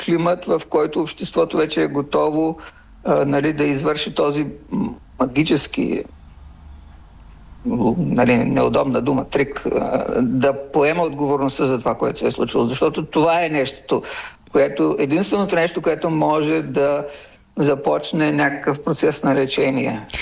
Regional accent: Bulgaria; съм от Източна България, където има много турци

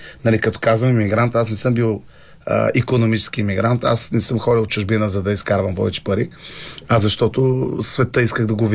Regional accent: Chirpan, Stara Zagora Province, Bulgaria; moved away as an adult; also born or lived in London / Los Angeles / Scandinavia; Особено родния ми град, който е Черпан

